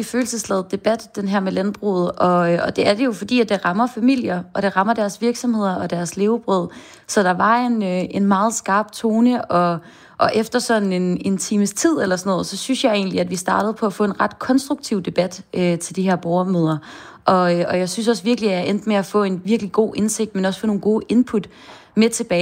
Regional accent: Copenhagen, Capital Region of Denmark, Denmark; jeg er født og opvokset i København

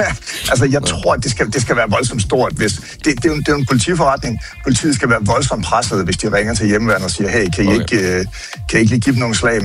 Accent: Grenaa, Central Denmark Region, Denmark; min hjemby, Grenaa

